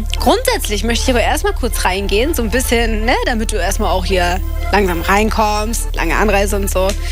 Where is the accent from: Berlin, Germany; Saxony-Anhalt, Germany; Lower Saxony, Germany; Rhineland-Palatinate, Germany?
Lower Saxony, Germany; Cuxhaven; Das ist crazy, weil ich komme eigentlich aus Cuxhaven.